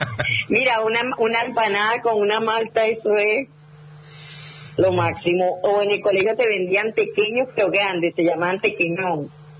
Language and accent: Spanish; Venezuela; now in Bahía Blanca, Argentina; somos casi 300 venezolanos en este grupo de WhatsApp, acá en Bahía.